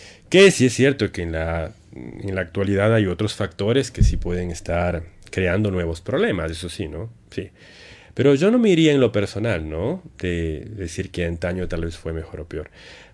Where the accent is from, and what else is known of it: Ecuador